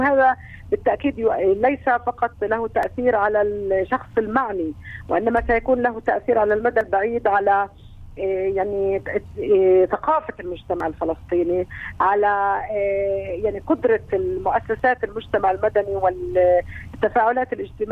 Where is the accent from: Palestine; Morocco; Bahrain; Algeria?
Palestine; إحنا كفلسطينيين